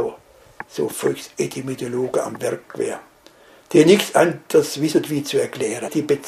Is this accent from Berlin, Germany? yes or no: no; Dettingen an der Erms, Baden-Württemberg, Germany; Ich darf ja sagen, woher ich komme aus Kabishäusern und Dedding an der Erms. Das ist meine Sprache und aus der aus erkläre ich auch.